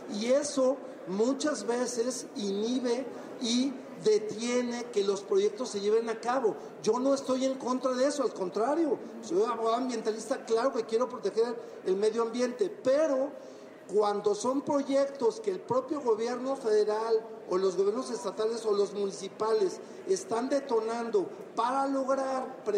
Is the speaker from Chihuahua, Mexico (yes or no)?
yes; Ciudad Juárez, Chihuahua, Mexico